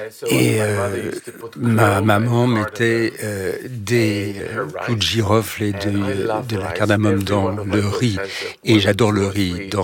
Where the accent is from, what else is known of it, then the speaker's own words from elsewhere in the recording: Jerusalem, Jerusalem District, Israel; Parce que j'ai grandi à Jérusalem et chaque culture avait sa propre tradition, sa propre recette de keftas, de boulettes.